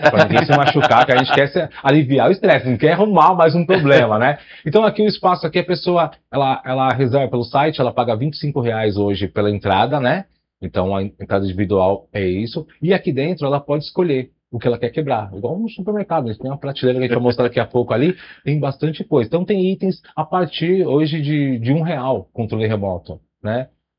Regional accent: São Paulo, Brazil; Cidade de Tiradentes é a zona leste de São Paulo, extremo leste de São Paulo, né? A gente é de lá, da cidade de Tiradentes.

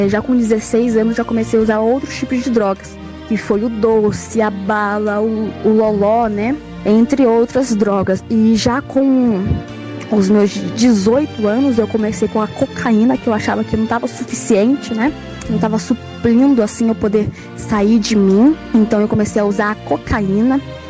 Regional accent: São Paulo, Brazil; eu sou da Zona Oeste de São Paulo, gostaria de contar meu testemunho.

